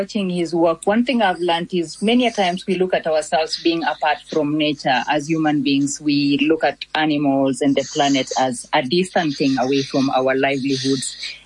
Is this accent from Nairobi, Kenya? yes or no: no; Rift Valley, Kenya; So I grew up in the Great Rift Valley in Kenya, and this is where the Maasai Mara is, and among other things.